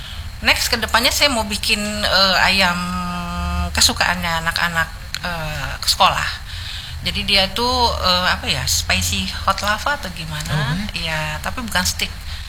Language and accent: Indonesian; North Sumatra, Indonesia; Kalau kita orang Batak kan